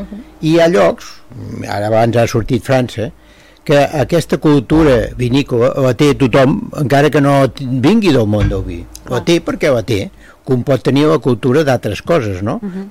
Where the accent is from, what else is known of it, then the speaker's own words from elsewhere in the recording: Castellgalí, Catalonia, Spain; born there; No, simplement, no, perquè jo sóc nascut a Castellgalí.